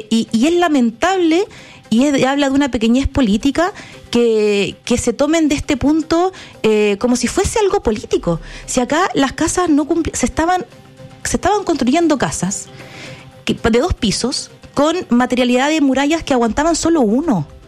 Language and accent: Spanish; Valparaíso, Chile; yo soy de Valparaíso